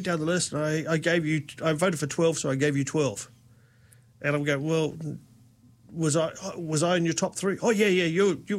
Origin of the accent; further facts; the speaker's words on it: Wellington, New Zealand; also born or lived in California / Canada; Born and raised in Wellington.